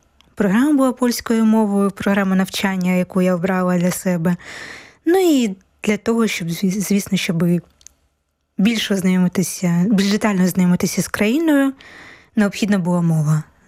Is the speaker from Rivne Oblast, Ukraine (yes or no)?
no; Kharkiv, Kharkiv Oblast, Ukraine; moved away as an adult; now in Poland; Я з міста Харкова. Власне, я народилася у Харкові і жила багато років в місті Харків. Але вже коли приїхала до Польщі, власне, я ще навчалася в місті Харкові